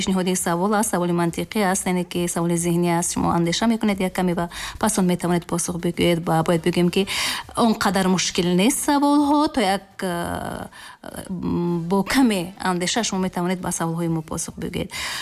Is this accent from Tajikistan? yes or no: yes; Tajikistan; پاشی دارد در وطن عزیز ما تاجیکستان.